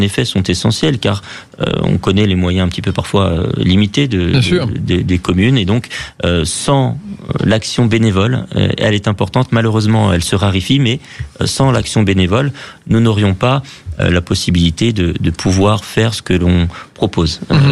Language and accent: French; Île-de-France, France; chez nous, dans le Sud-Essonne